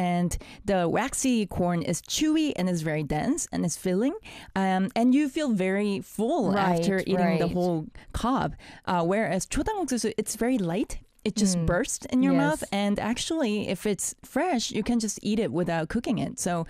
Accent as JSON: {"language": "English", "region": "Daejeon", "country": "South Korea", "tie": "born or raised there", "said": "because in Daejeon, my hometown, I remember back in my childhood days, my mom would cook it with a little bit of like sweetener or some salt"}